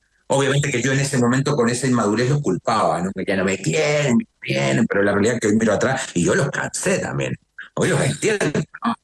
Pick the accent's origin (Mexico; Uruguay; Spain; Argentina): Uruguay; now in Chile; Yo estoy en Chile y soy uruguayo. Pero todo esto pasó en Uruguay, ¿no? Hoy vivo en Chile hace años